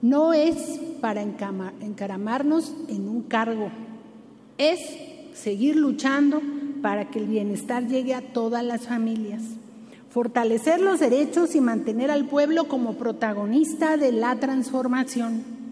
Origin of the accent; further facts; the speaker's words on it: Mexico; Somos más mexicanos que nunca